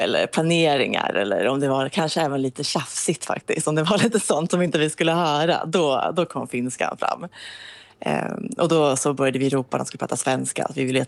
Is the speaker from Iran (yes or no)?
no; Finland; Så jag får ofta prata om att jag är ifrån Finland.